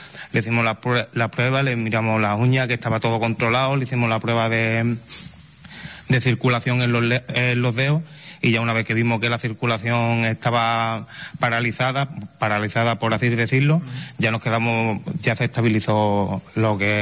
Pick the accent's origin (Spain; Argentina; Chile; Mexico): Spain; Setenil de las Bodegas, Andalusia; moved away as an adult; now in Ceuta, Spain; Yo soy de CETENIS de la Bodega.